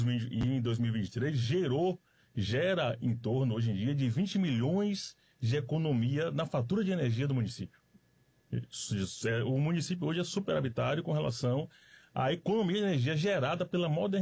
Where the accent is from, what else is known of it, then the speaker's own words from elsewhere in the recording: Salvador, Bahia, Brazil; moved away as an adult; now in Porto Alegre, Brazil; eu sou de Salvador, sou baiano, estou aqui há 4 anos.